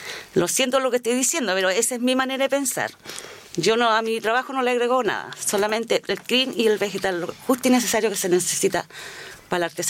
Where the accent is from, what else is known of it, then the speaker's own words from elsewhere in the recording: Panimávida, Maule, Chile; born there; also born or lived in Rari; pero más de acá de Panimávida, yo nací más aquí en Panimávida.